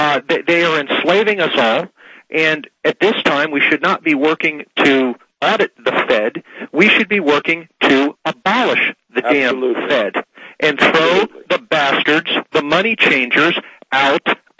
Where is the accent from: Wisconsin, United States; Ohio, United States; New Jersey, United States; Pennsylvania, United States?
Ohio, United States; Dayton; I born and raised in Dayton. That's almost a ghost town now. GM and Delphi, of course, they got stiffed. I'm south of there, but I drive through there to see family occasionally